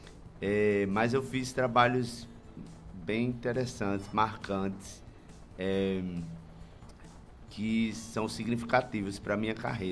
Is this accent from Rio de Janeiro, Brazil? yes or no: no; João Pessoa, Paraíba, Brazil; also born or lived in Santa Rita, Paraíba; eu sou de João Pessoa, mas também passei, morei aqui em Santa Rita. Sim. 5 anos.